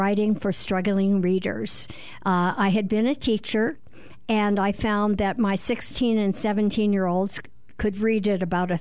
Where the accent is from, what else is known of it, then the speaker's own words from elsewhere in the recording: Scottsdale, Arizona, United States; I grew up in Scottsdale.